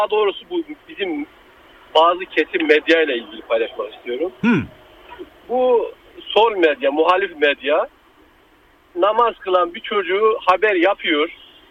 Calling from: Istanbul, Turkey; İstanbul'dan arıyorum.

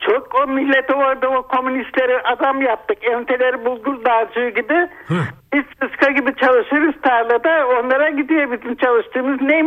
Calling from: Bursa, Turkey; Ben Bursa'dan

